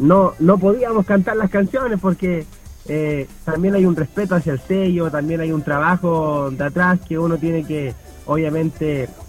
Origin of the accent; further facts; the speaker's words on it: Araucanía, Chile; Somos 2 personas de Lumaco y las otras 3 personas son de la comuna vecina que se llama Traillén, que queda súper cerquita, pero es otra comuna en realidad.